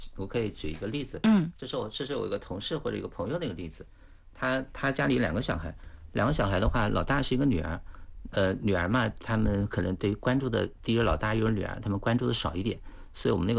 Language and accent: Chinese; China; 所以我们中国人经常说什么